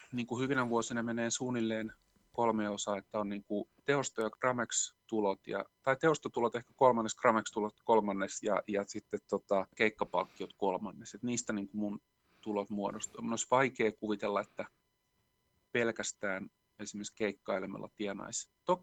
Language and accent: Finnish; Lahti, Päijät-Häme, Finland; now in Helsinki, Finland; mä oon Lahdesta kotoisin